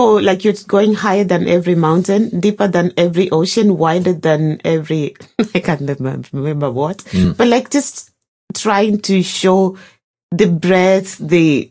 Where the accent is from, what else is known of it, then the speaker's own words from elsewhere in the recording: Kenya; moved away; I'm from Kenya.